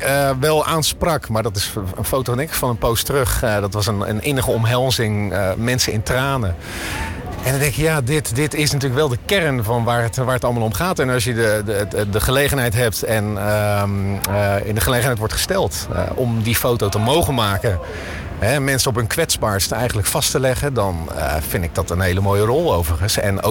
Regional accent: Rotterdam, South Holland, Netherlands; als Rotterdammer.

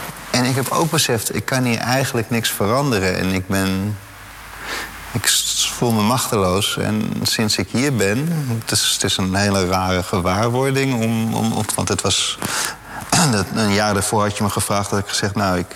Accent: Netherlands; moved away as an adult; now in Israel; Ik heb mijn vormende jaren waren in Nederland en ik ben op mijn 30ste... niet uit ideologische overwegingen, maar omdat het leven zo liep, ben ik daar beland.

